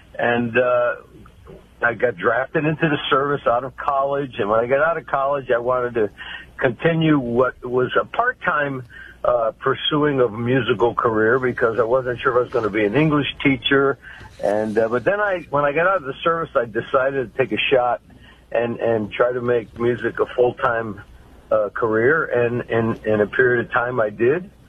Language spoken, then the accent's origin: English; Connecticut, United States; born there; I happened to be back in Connecticut at the time